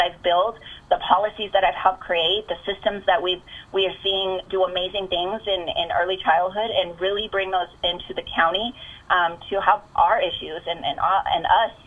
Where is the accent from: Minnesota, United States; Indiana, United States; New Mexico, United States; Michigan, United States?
New Mexico, United States; Albuquerque; born there; Actually didn't grow up completely here. I was born in Albuquerque, and I was born into a place that's commonly referred to as the war zone.